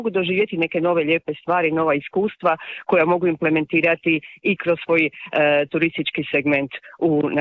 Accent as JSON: {"language": "Croatian", "town": "Pakoštane", "region": "Zadar County", "country": "Croatia", "said": "Hrvat, Dalmatinac, možemo slobodno reći i Zadranin, dio Zadarske regije smo, na kraju Pakoštanci"}